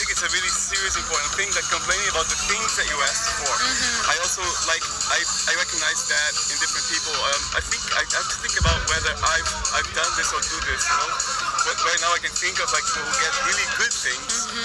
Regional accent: Brazil; I grew up really poor in Brazil.

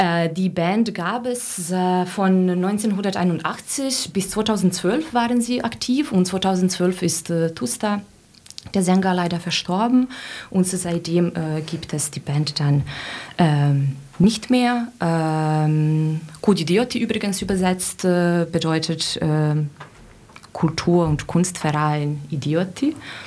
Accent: Serbia; dass sie überall in Serbien, auch zum Beispiel in meiner Heimatstadt oder in der Nähe, Konzerte gemacht haben

